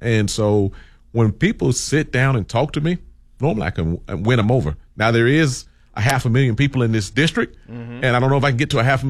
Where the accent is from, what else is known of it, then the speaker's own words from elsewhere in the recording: Birmingham, Alabama, United States; I grew up here in Birmingham, grew up on the west side in Midfield, Alabama, so not too far from the studio. Could probably be to my old house in 10 minutes from here, right? So I've been in Birmingham for the better of 30 years.